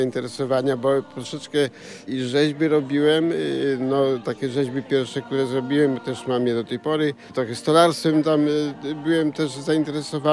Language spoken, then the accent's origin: Polish; Masovian Voivodeship, Poland; Pochodzę ze wsi Poszyce